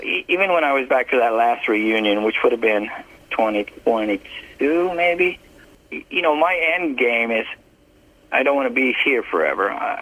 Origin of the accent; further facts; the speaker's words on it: Bakersfield, California, United States; born there; No, because I was born out here. I was born in Bakersfield.